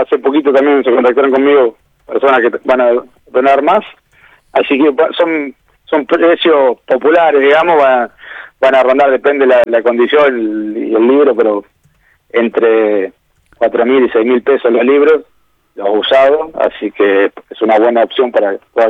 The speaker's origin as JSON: {"language": "Spanish", "town": "Cabildo", "region": "Buenos Aires Province", "country": "Argentina", "tie": "born or raised there", "moved": "yes", "lives_now": "Bahía Blanca, Argentina", "said": "soy oriundo de Cabildo. Mis padres viven allá. Yo vivo acá en Bahía Blanca"}